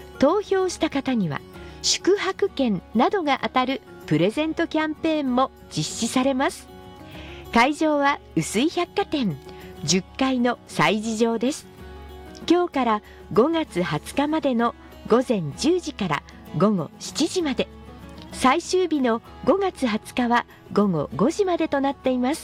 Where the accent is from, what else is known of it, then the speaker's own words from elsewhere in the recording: Fukushima, Japan; 私は福島県生まれの福島県育ち、福島県で仕事をさせていただいていることが多いです。